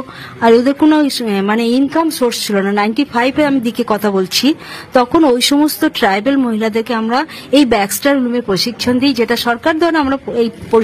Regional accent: Bhatar, West Bengal, India; আমি বর্ধমান জেলার ভাতার থানার ওর গ্রামে বাসিন্দা।

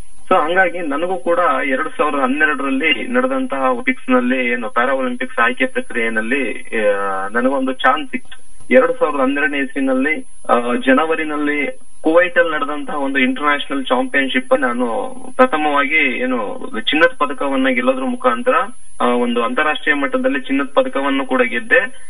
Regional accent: a small village in Hassan district, Karnataka, India; born there; ಅದರಲ್ಲೂ ಈ ತರ ಒಂದು ಹಾಸನ ಜಿಲ್ಲೆ ಒಂದು ಪುಟ್ಟ ಹಳ್ಳಿಯಿಂದ ಹುಟ್ಟಿದವರು ನಾವು

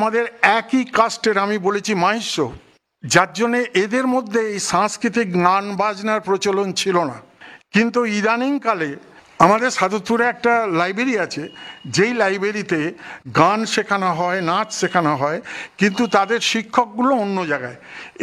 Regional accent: West Bengal, India; আমাদের গ্রামের মধ্যে, যেহেতু ছোটো খুব গ্রাম

